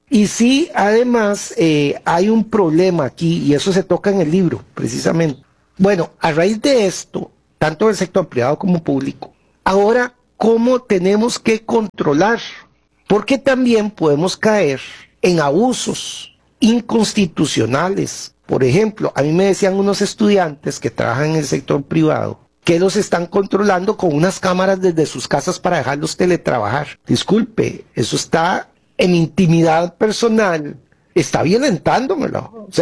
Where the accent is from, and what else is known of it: Costa Rica